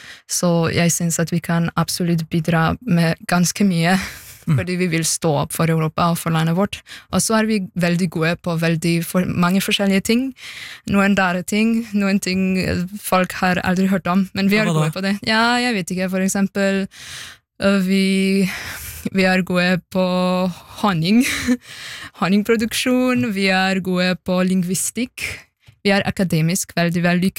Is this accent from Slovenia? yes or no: yes; Slovenia; moved away; jeg synes at slovenere, når jeg sammenligner dem med nordmenn, så er vi ikke like patriotiske som nordmenn.